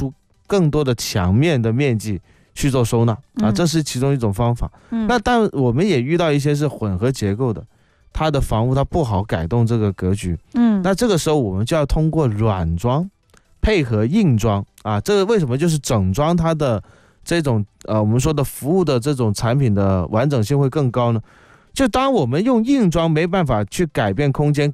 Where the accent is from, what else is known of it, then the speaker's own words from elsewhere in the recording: Guangdong, China; 很不符合我们广东人的这种消费理念